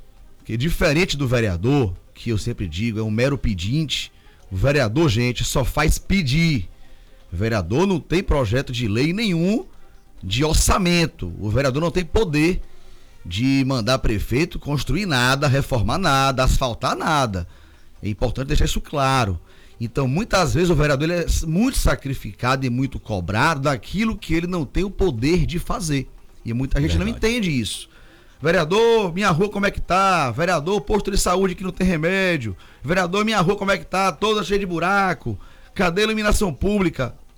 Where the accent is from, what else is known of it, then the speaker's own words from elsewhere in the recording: Itabuna, Bahia, Brazil; a vontade de Itabuna de voltar a ter um deputado federal filho da terra.